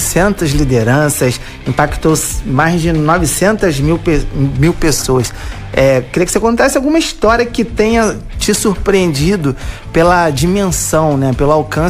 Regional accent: Rio de Janeiro, Brazil; Eu vim de Santa Cruz, na Zona Oeste.

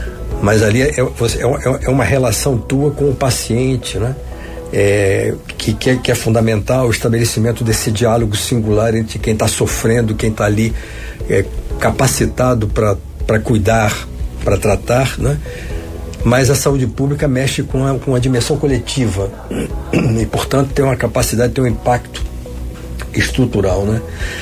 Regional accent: Rio de Janeiro, Brazil; dia que eu estava fazendo um ano de idade, o navio aportou no porto do Rio de Janeiro, aqui na Praça Mauá. E eu cresci em São Cristóvão

